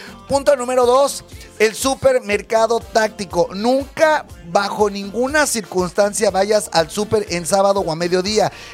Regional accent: Mexico; Somos mexicanos, obviamente

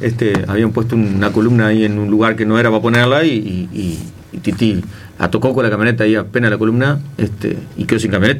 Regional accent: Uruguay

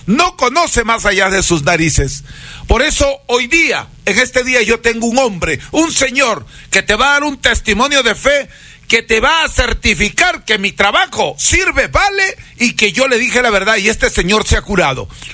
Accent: Huancabamba, Piura, Peru; mi cultura huancabambina, peruana

